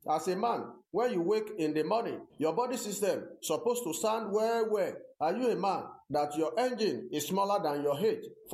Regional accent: Oyo, Nigeria; now in Enugu, Nigeria; I'm from Oyo State in Oyo Town. I'm participating at ongoing Aba Fair taking place inside ESBS radio station here in Enugu.

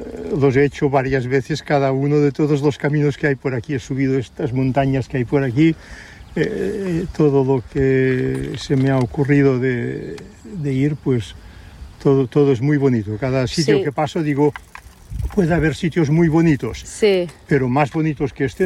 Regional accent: Sabadell, Catalonia, Spain; moved away as an adult; now in Pals, Spain; Y yo soy de Sabadell. He vivido toda mi vida en Sabadell, pero cuando me jubilé busqué un sitio ideal para vivir.

